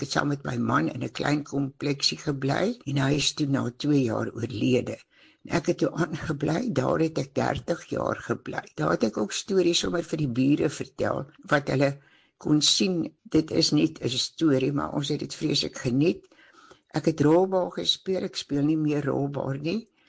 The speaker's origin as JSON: {"language": "Afrikaans", "town": "Vryheid", "region": "KwaZulu-Natal", "country": "South Africa", "tie": "born or raised there", "moved": "yes", "lives_now": "Mossel Bay, South Africa", "said": "My grootwordjare, ek het in Vryheid Natal groot geword."}